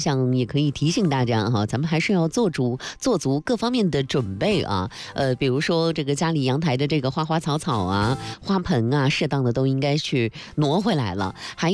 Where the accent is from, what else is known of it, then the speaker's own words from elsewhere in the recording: Northeast China, China; now in Hangzhou, China; 所以在我的家乡这个东北啊